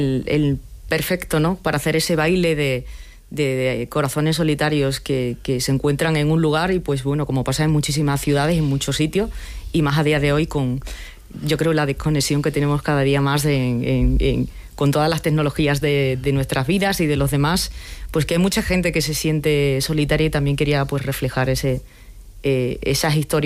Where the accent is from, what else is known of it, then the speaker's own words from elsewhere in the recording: Spain; que era una conexión perfecta para mí, que soy española y que me encanta todas esas sonoridades americanas